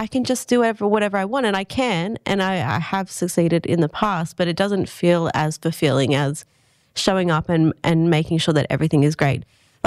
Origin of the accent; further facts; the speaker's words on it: Sydney, New South Wales, Australia; now in Goulburn, Australia; It is a nicer world, I would say, because I came from Sydney originally. And people are always like, oh, you know, do you like Goulburn? I'm like, I love Goulburn. I would never leave.